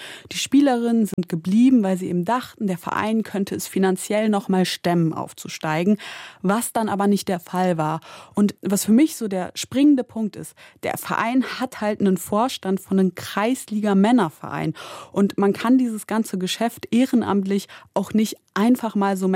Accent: Bocholt, North Rhine-Westphalia, Germany; Ich komme auch aus Bocholt und die Stadt hat generell viele Fußballvereine für eine Kleinstadt.

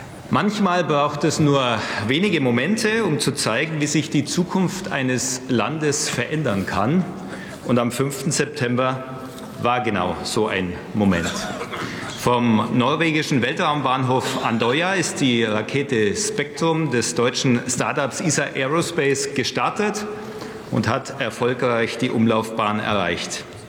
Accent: Augsburg, Bavaria, Germany; Deshalb richtet sich unser Blick und mein Blick auch in meine Heimat nach Augsburg.

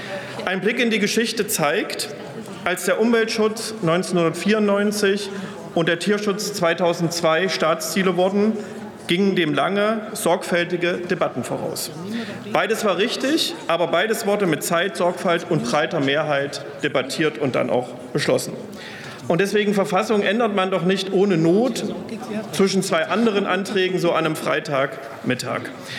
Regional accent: Weimar, Thuringia, Germany; born there; Ich wurde in Weimar geboren und wer aus Weimar kommt, der lernt sehr früh, Verfassungen sind keine Wunschzettel.

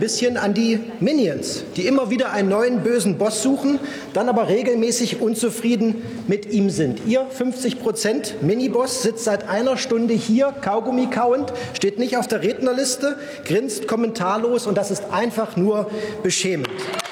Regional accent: Thuringia, Germany; mitten durch meine Heimat, das Eichsfeld.

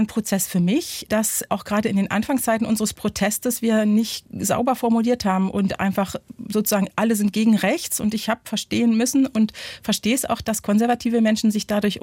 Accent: East Germany, Germany; Also ich bin ja ein Kind der DDR-Kirche und Gerechtigkeit, Frieden und Bewahrung der Schöpfung. Damit bin ich aufgewachsen als Jugendliche mit diesen Fragen

